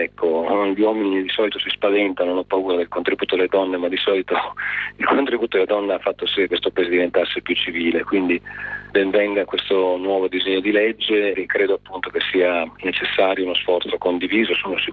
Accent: Reggio Emilia, Emilia-Romagna, Italy; io che sono di Reggio Emilia

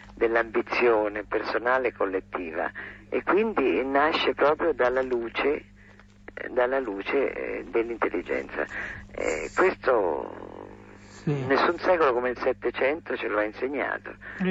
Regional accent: Rome, Lazio, Italy; born there; No, la famiglia di origine di Zurigo, ma un'origine molto lontana, perché sono, sì, tre generazioni da mio padre che sono italiani.

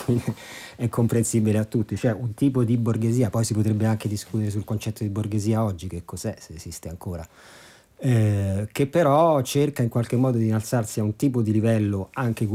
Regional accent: Rome, Lazio, Italy; io sono di Roma

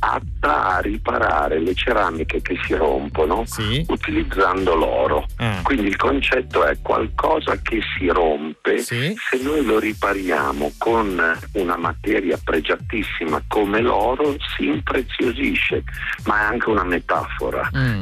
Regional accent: Piedmont, Italy; e a San Bartolomeo riposa mio padre, riposa mio nonno, e andrò proprio lì nella mia terra a salutarli.

